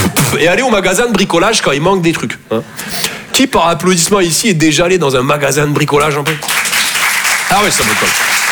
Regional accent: Toulouse, Occitanie, France; Je viens de Toulouse, à la base. Ouais, ça s'entend un peu, ouais. Bah, mon accent, c'est vraiment comme mon sexe.

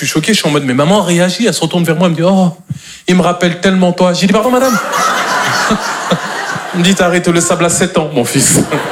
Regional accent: Normandy, France; Et j'arrive à la convaincre et je la fais venir de Normandie. Moi, je suis normand de base.

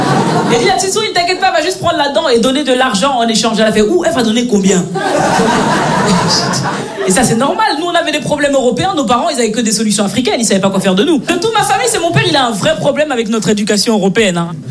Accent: Belgium; born or raised there

